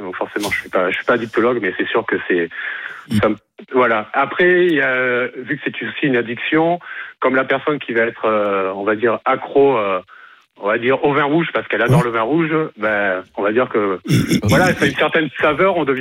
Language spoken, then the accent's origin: French; Marseille, Provence-Alpes-Côte d'Azur, France; Moi, j'ai grandi à Marseille, donc dès que j'ai été majeur, j'ai été attiré par cette chose-là